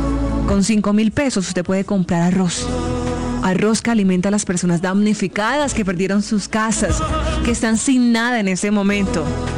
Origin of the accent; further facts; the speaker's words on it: Colombia; nos duele como colombianos, porque es nuestra patria, es nuestra tierra.